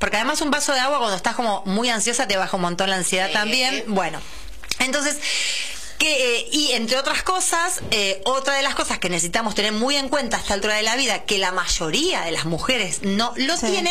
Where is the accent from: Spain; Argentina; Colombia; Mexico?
Argentina; por el acento, pero viva Argentina, somos de Argentina, sí, claramente.